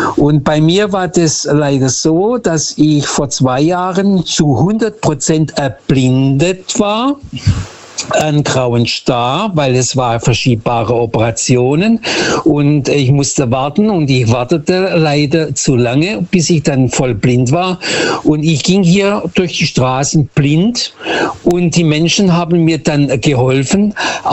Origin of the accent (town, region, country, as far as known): Lisbon, Portugal; German is a second language; now in Germany